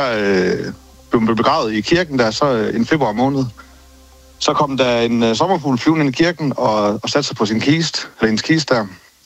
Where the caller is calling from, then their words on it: Thy, North Denmark Region, Denmark; her i Thy, hvor jeg kommer fra.